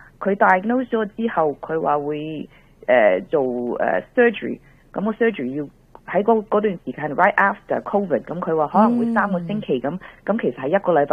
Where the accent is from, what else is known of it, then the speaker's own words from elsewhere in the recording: Australia; now in Canada; 因为我本身是在澳洲那里长大的，那我就没有家人